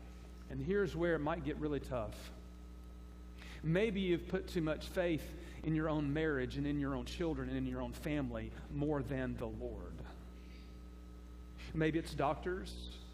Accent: United States

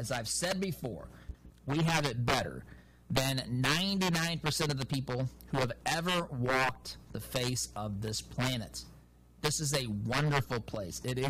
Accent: United States; I'm from flyover country. I'm from small town USA.

